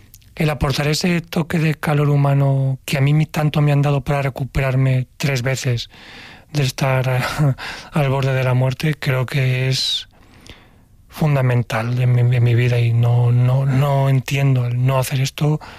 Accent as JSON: {"language": "Spanish", "town": "Valencia", "region": "Valencian Community", "country": "Spain", "said": "yo soy de Valencia, aquí en Valencia"}